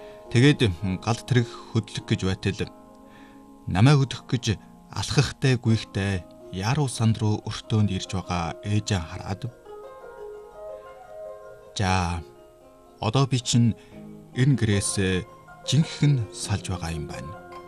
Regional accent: Inner Mongolia, China; moved away as an adult; Их сургуультан анх очиход та аль нутгийнх билээ гэж хамт сурагчид асуув. Өвөр Монголоо гэж хариулахад юугаар ирэв гэнэ.

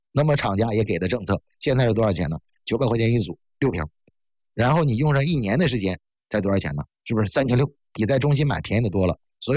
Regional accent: Northeast China, China; 是我是东北人，我哪见这些东西啊？

